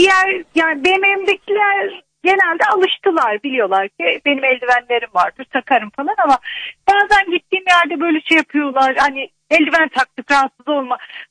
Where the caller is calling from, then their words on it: Ankara, Turkey; Ankara'dan arıyorum.